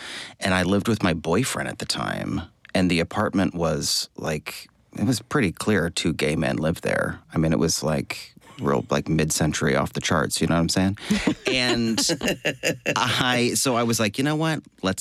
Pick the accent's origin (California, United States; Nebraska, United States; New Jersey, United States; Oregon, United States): Nebraska, United States; Omaha; I grew up in Omaha, Nebraska, and there is a pretty large Mormon population there, as well as a large Jehovah's Witness population. So we did. But I grew up extremely Catholic.